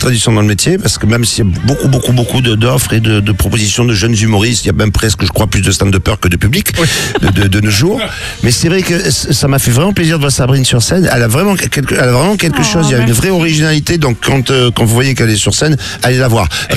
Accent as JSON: {"language": "French", "town": "Marseille", "region": "Provence-Alpes-Côte d'Azur", "country": "France", "said": "je suis Marseillais"}